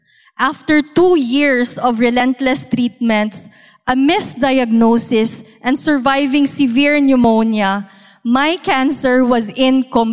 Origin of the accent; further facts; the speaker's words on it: Cagayan de Oro, Northern Mindanao, Philippines; I underwent surgery in my hometown of Cagayan de Oro